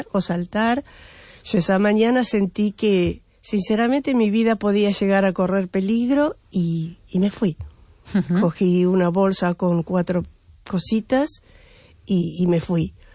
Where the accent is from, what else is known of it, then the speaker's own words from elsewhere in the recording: Mos, Galicia, Spain; now in Vigo, Spain; Sí, yo soy de Mos y vivo ahora actualmente con mi hija.